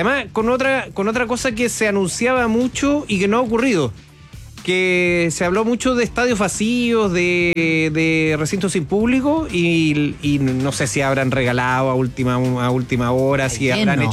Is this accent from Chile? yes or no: yes; Chile